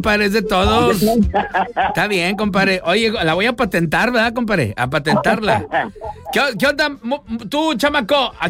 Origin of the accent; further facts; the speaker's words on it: Arteaga, Coahuila, Mexico; Somos de Arteaga, Coahuila, ahí por donde está San Antonio de las Holgazanas, ¿verdad, compadre?